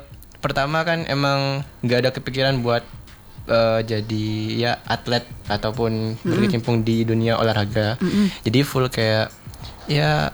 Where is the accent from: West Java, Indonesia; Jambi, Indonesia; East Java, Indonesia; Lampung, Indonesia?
East Java, Indonesia; Bondowoso; Saya asli Bondowoso.